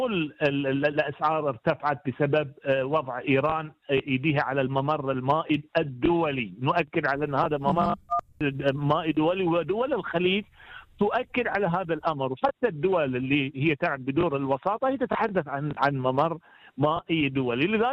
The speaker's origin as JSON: {"language": "Arabic", "country": "Bahrain", "said": "أنا مقيم في البحرين، أنا مواطن بحريني أصلي ومقيم في البحرين"}